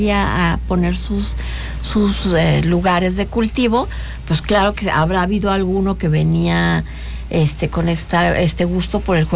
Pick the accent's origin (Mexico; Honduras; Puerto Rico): Mexico; Hermosillo, Sonora; born there; also born or lived in Chihuahua / Guadalajara / Tampico / Mexico City; No, nací en Hermosillo. Y luego fue a Chihuahua, y luego Guadalajara, y luego Tampico, que es hermoso, luego el DF, y luego otra vez Chihuahua, y aquí.